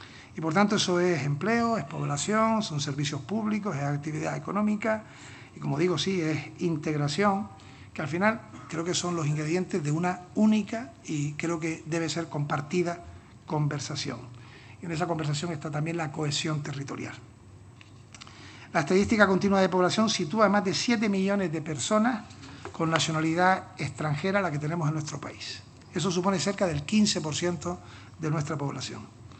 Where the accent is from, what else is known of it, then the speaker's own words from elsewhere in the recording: Canary Islands, Spain; vengo de Canarias, soy de Canarias